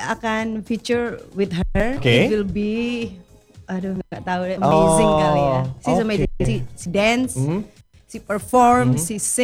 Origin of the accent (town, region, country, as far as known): Batu, East Java, Indonesia; born or raised there